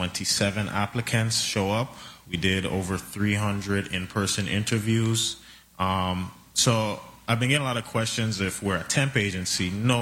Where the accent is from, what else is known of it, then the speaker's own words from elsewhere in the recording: St. Croix, U.S. Virgin Islands; I'm 24 years old, born and raised on St. Croix.